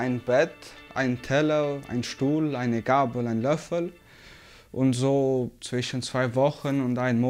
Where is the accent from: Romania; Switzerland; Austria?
Romania; Transylvania; accent: Transylvanian Saxon; wir sind eine sehr alte Minderheit. Also 1100 hergewandelt, also ziemlich alt.